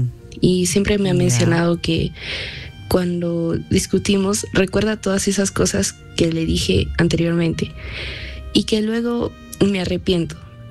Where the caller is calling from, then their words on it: Arequipa, Peru; de Arequipa